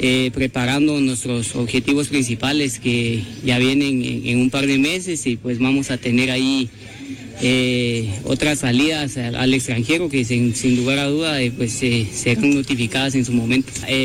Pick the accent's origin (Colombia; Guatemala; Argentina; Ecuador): Guatemala